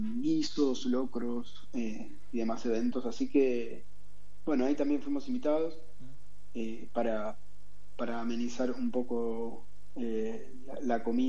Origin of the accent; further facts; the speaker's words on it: Chacabuco, Buenos Aires Province, Argentina; yo soy de Chacabuco, y por ahí con mis amigos de mi grupo de amigos de Chacabuco, de la secundaria, digamos, siguen siendo mi grupo de amigos